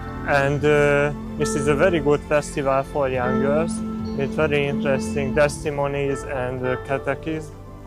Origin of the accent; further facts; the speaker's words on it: Hungary; English is a second language; I come from Hungary. This is my first time in Medjugorje, in Bloodyfest.